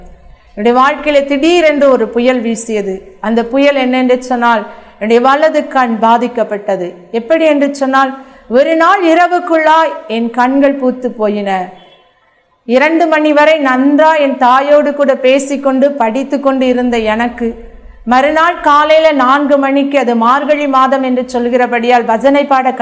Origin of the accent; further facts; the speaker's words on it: Pithanadarpatti, Tamil Nadu, India; moved away as an adult; now in Rajapalayam, India; நாங்கள் இருக்கிற ஊர் ராஜபாளையம். என்னுடைய சொந்த ஊர் பித்தநாடார்பட்டி. நான் இப்பொழுது வசிக்கிற ஒரு என் திருமணமாகி நான் இருக்கிற இடம் ராஜபாளையம்.